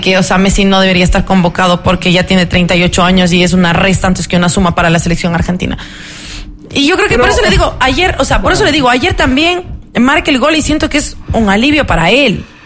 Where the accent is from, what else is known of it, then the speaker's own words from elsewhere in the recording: Ecuador; somos ecuatorianos